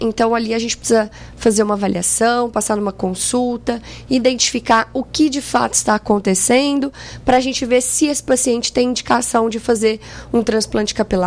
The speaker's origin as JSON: {"language": "Portuguese", "region": "Goiás", "country": "Brazil", "moved": "yes", "lives_now": "Bebedouro, Brazil", "said": "Olha, eu sou do estado que é o coração do Brasil. Eu sou de Goiás, sou goiana."}